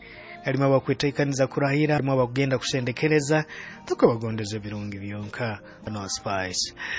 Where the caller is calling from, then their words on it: Kampala, Central Region, Uganda; from Kampala.